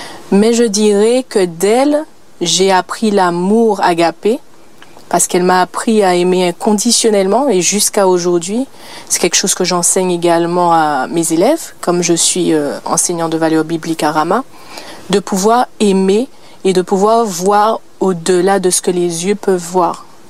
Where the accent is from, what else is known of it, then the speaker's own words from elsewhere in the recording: Petit-Bourg, Guadeloupe; now in Martinique; Alors, je ne suis pas originaire de la Martinique. Je suis de l'île d'à côté, donc je suis de la Guadeloupe. Donc, j'ai grandi à Petitbourg en Guadeloupe.